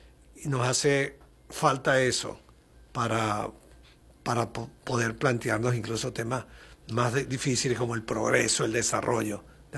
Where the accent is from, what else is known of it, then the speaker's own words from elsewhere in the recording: Venezuela; Pero tengo esta convicción venezolana, uh-huh, como venezolano, como universitario, permíteme agregar como papá, uh-huh, como abuelo de tres niños.